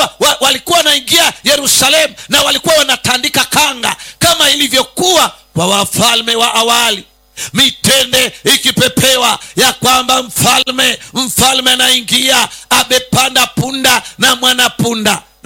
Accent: Kilimanjaro, Tanzania; Mimi natokea Kilimanjaro.

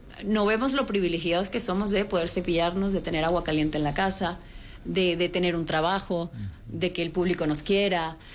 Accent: Venezuela; moved away as an adult; now in Miami, United States; ya la situación en mi país, Venezuela, empezó a ponerse muy fea. Claro. Y mis papás como que, oye, mira, prefiero que te quedes allá y sigas creciendo con tus sueños, porque aquí la situación está muy difícil. Decido quedarme en Miami

